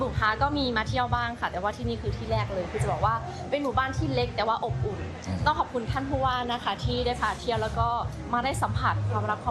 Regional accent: Bueng Kan, Thailand; ถึงแม้ว่าเราจะอาจจะคนละศาสนาแต่ว่ายังไงแล้วเราก็เป็นคนจังหวัดบึงกาฬเหมือนกันค่ะ

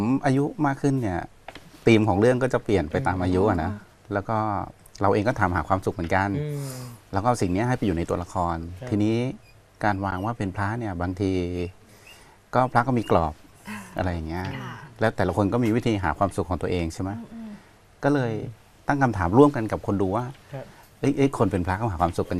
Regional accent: Surat Thani, Thailand; ผมก็เป็นคนสุราษฎร์เนี่ยครับแล้วก็เรียนที่นี่โตที่นี่แล้วก็ทำงานที่นี่ครับ

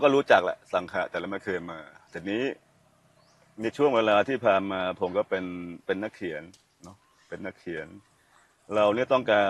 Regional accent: Suphan Buri, Thailand; moved away as an adult; now in Sangkhla Buri, Thailand; เราก็เป็นคนพื้นเดียวกับเมืองการนั่นเนาะผมเป็นคนสุพรรณมันก็ใกล้กันมากผมมาอยู่การตั้งแต่เป็นทหารเกณฑ์ปี30

